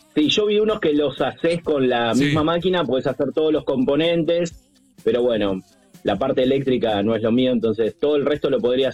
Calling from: Wilde, Buenos Aires Province, Argentina

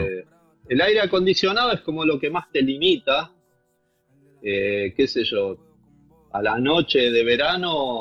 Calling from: Don Torcuato, Buenos Aires Province, Argentina; en Buenos Aires. Estoy en Don Torcuato.

